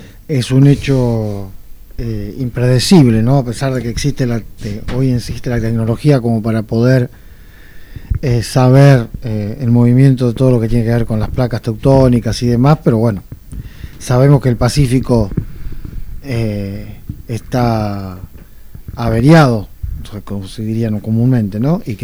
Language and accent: Spanish; Argentina; Y en particular como argentino también